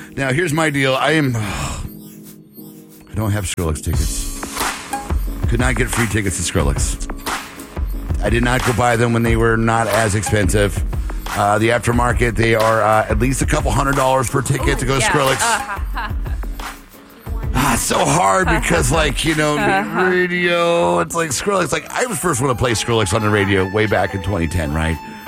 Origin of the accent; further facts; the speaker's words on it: Seattle, Washington, United States; But, of course, I grew up here in Seattle.